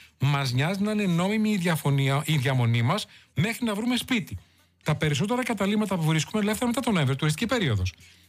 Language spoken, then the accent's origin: Greek; Thessaloniki, Central Macedonia, Greece; now in Chania, Greece; Είμαι εκπαιδευτικός από Θεσσαλονίκη. Διορίστηκα ως θεατρολόγος.